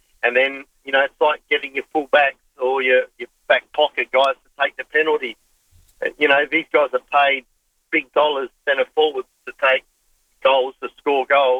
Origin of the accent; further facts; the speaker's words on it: Australia; Very, very disappointing as a Australian soccer fan, that's for sure.